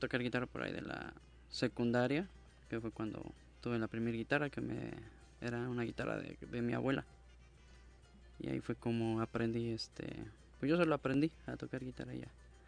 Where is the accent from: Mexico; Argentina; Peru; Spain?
Mexico; Mexico City; Pues yo siempre he sido de la ciudad, soy chilango.